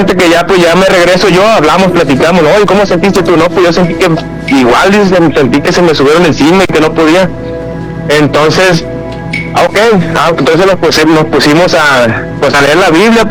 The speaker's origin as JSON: {"language": "Spanish", "town": "Santiago Ixcuintla", "region": "Nayarit", "country": "Mexico", "said": "pero pues tengo una historia que yo soy originario de Santiago Ixcuintla, Nayarit."}